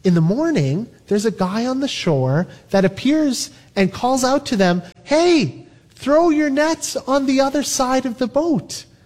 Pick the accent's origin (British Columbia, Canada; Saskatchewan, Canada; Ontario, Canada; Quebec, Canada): Ontario, Canada; Toronto; It was grade 12, and I grew up in Toronto, in a neighborhood that I would say is not the safest.